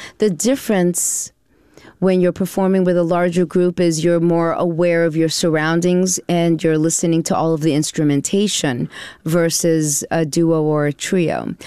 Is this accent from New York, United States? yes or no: yes; New York City, New York, United States; moved away as an adult; now in Capital Region, New York, United States; I'm from Brooklyn, New York, mm-hmm. born and raised.